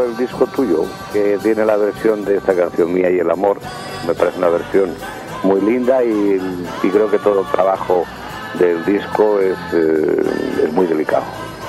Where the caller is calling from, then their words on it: Barcelona, Catalonia, Spain; Te llamo desde Barcelona.